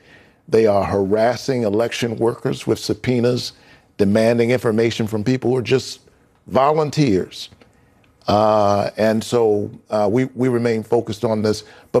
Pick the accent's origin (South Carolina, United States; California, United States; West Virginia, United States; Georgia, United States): Georgia, United States; You know, I'm from Georgia, way below zero.